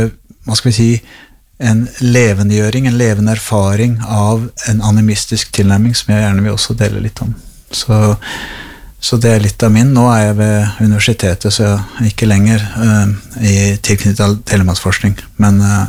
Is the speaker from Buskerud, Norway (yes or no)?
yes; Kongsberg, Buskerud, Norway; also born or lived in United States; Jeg vokste opp på Kongsberg